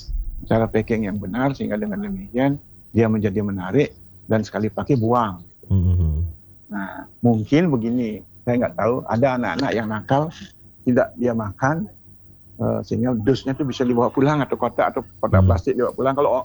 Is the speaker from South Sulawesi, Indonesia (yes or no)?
no; Bangli, Bali, Indonesia; moved away; kampung saya di Bangi